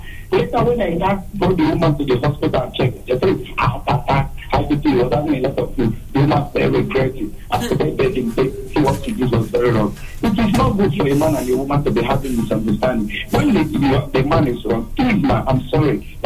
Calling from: Asaba, Delta, Nigeria; I'm coming from Asaba.

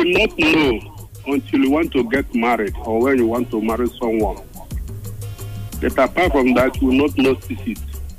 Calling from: Nando, Anambra, Nigeria; I'm from Nando.

